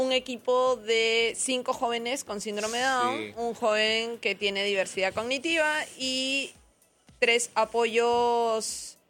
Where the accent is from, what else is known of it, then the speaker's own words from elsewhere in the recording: Arequipa, Peru; Nosotras somos de Arequipa. Y mis papás tuvieron un restaurante en Arequipa